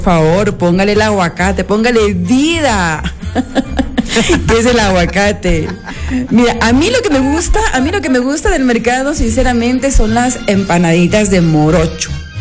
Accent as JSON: {"language": "Spanish", "town": "Ambato", "region": "Tungurahua", "country": "Ecuador", "said": "No, soy de Ambato."}